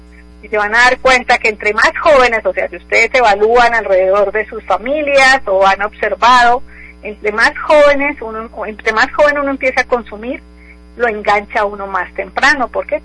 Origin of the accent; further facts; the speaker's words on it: Colombia; yo también, Colombia, que acabamos de tener estas elecciones